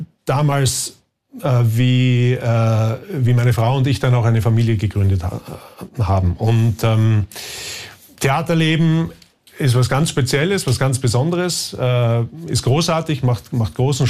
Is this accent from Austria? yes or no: yes; Austria; now in Switzerland; Als Österreicher